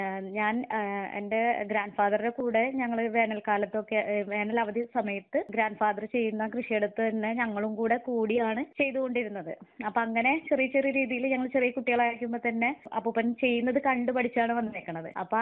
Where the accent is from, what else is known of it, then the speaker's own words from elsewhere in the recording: Thrissur, Kerala, India; moved away as an adult; now in Cheraloor panchayat, India; Basically ഞാനൊരു തൃശൂർക്കാരിയാണ്. അവിടെ നിന്ന് വിവാഹം കഴിഞ്ഞ് ഞാൻ ഇവിടെ ചേരാലൂർ എന്നൊരു പഞ്ചായത്തിലാണ് താമസിക്കുന്നത്.